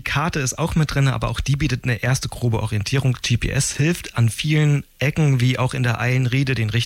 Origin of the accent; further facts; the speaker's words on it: Rhön, Germany; now in Hanover, Germany; Die nächste Tour geht in meine Heimat in die Rhön. Also ich bin ja Wahlhannoveraner